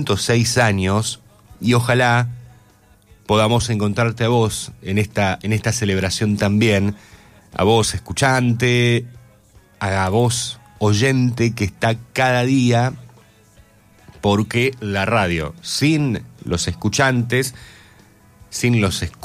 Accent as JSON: {"language": "Spanish", "country": "Argentina", "said": "aquí, en nuestro país"}